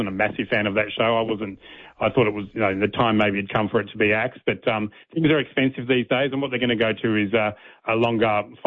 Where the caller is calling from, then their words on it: Melbourne, Victoria, Australia; So, of course, I'm calling from Melbourne, and there's been a lot of chatter about Melbourne missing out